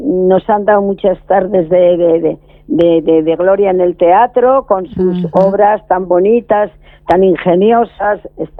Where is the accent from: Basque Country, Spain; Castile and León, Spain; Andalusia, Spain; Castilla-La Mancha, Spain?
Castile and León, Spain; Pradoluengo